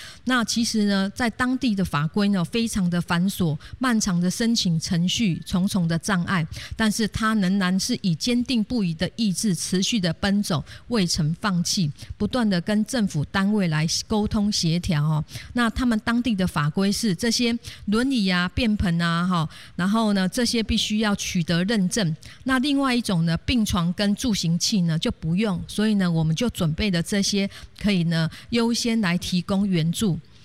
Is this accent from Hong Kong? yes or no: no; Taiwan; 我们台湾人